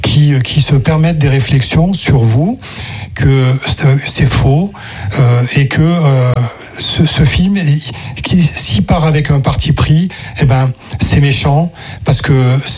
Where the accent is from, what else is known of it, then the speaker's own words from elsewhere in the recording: Cannes, Provence-Alpes-Côte d'Azur, France; j'ai grandi à Cannes